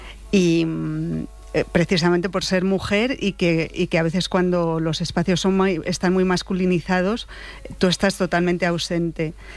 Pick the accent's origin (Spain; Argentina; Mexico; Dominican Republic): Spain; Valladolid, Castile and León; now in Madrid, Spain; Es la Elipa en Madrid, pero yo originalmente soy de Valladolid. El primer barrio en el que viví es Los Vadillos, que es un barrio obrero de Valladolid